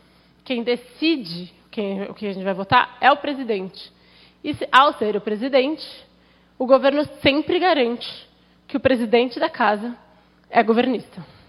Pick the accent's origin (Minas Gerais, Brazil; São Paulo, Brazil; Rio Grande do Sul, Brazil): São Paulo, Brazil; Limeira; porque hoje é aniversário de Limeira e eu sou de Limeira.